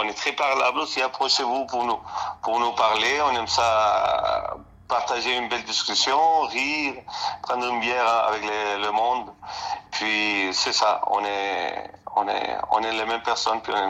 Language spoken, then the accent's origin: French; Chile; moved away; Je viens du Chili.